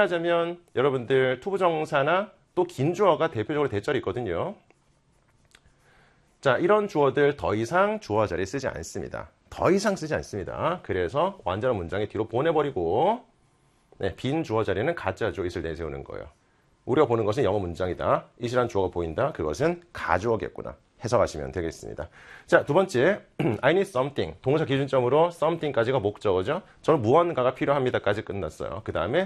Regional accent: South Korea; 우리는 한국인이기 때문에

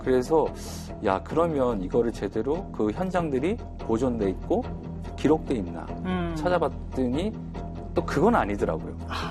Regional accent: South Korea; 전 한국 사람이니까.

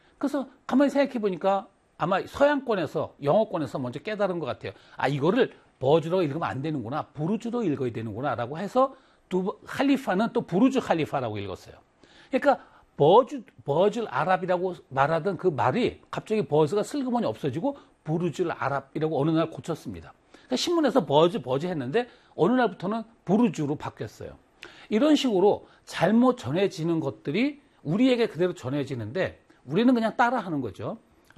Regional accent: Wonju, Gangwon, South Korea; 내가 원주 사람이니까

